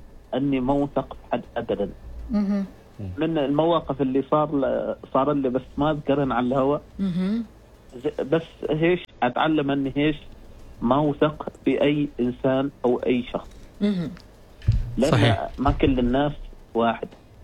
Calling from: Al Mudaybi, Ash Sharqiyah North, Oman; والله من المضيبي.

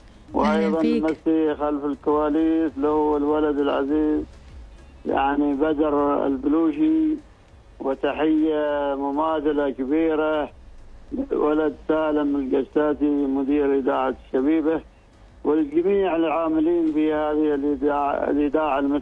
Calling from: Oman

